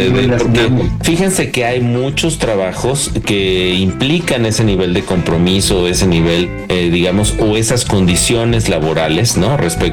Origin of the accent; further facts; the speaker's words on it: Mexico; quiénes somos como mexicanas y mexicanos